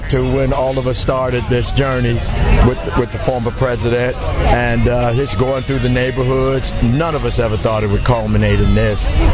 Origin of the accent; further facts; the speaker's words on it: Inglewood, California, United States; I'm from Inglewood